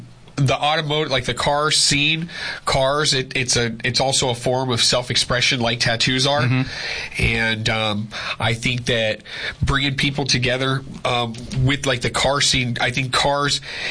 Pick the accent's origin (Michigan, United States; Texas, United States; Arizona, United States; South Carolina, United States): Arizona, United States; Yuma; moved away; There's something about Yuma, it's like a homing beacon that just brings me back.